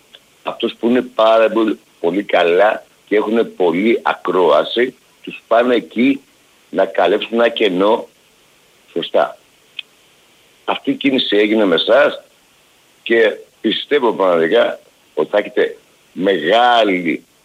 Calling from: Aigio, Western Greece, Greece; ποιος είμαι εγώ από το Αίγιο

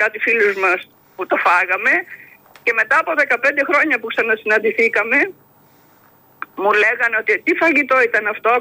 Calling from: Central Greece, Greece; Είμαι από χωριό, δεν είμαι μέσα από την Κάριστο.

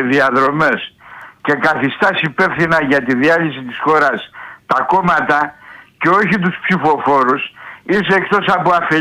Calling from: Platamonas, Central Macedonia, Greece; από τον Πλαταμόνα

